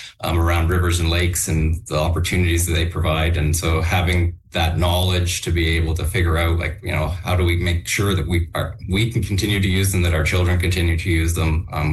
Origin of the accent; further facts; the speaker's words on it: Ontario, Canada; growing up in Southern Ontario